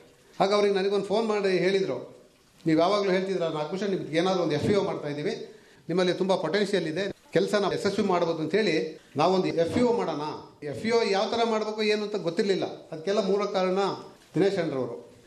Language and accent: Kannada; Hettur, Karnataka, India